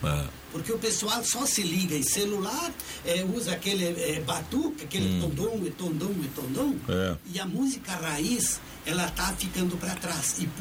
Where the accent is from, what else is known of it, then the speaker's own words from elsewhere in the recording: Nova Bréscia, Rio Grande do Sul, Brazil; now in Encantado, Brazil; 41 anos que eu moro encantado. Uhum. Praticamente 42. Que eu moro lá encantado. É. Mas eu não esqueço, Nova Brécia, para mim, é a terra do meu coração. Eu gosto muito daqui.